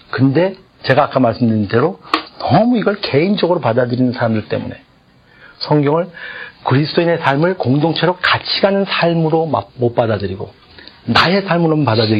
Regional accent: South Korea; 저는 한국 사람이라는 게 참 감사해요.

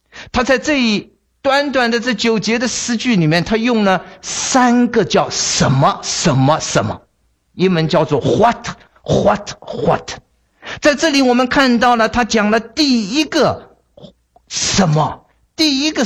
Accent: China; 我们中国人

